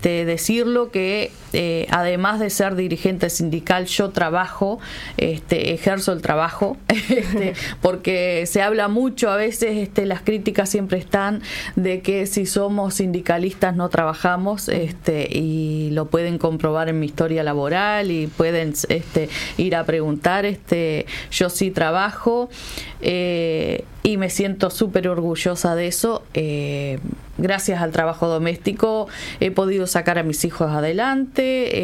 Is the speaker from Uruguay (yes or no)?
yes; Melo, Cerro Largo, Uruguay; now in Montevideo, Uruguay; estar acá en Montevideo. Yo vengo del interior, soy de Melo.